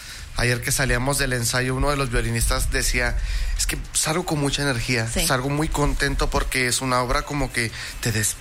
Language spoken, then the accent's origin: Spanish; Chihuahua, Mexico; 5 somos orgullosamente chihuahuenses.